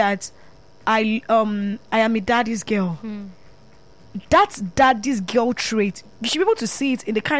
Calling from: Lagos, Nigeria; I'm calling from the studio right here in the city of Lagos.

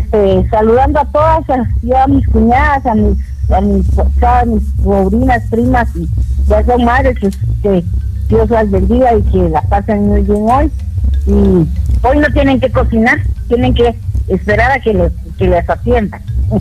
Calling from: Cobán, Alta Verapaz, Guatemala; de Barrio San Bartolomé, zona 1, Cobán.

